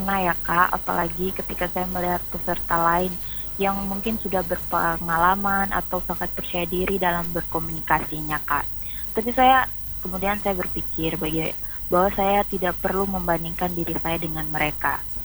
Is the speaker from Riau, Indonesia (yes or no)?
no; Papua, Indonesia; Daerah Papua